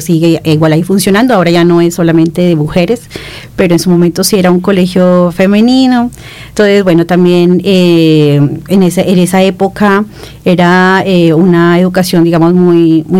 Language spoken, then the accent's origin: Spanish; Pasto, Nariño, Colombia; Bueno, yo soy nacida en la ciudad de Pasto. Ahí crecí en un barrio que se llamaba el Barrio Obrero. Toda mi familia creció y hizo su familia en ese mismo barrio.